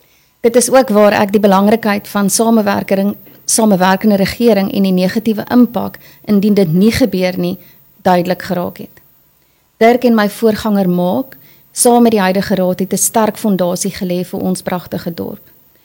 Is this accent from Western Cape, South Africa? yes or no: yes; Hartenbos, Western Cape, South Africa; Ek is gebore in Hartenbos, daar groot geword, lekker in die strate gespeel, veiligheid geniet en 'n baie, baie goeie kwaliteit lewe gehad. Ek het my hoërskool loopbaan aan hoërskool punt voltooi en het nog nooit in 'n ander dorp gewerk nie.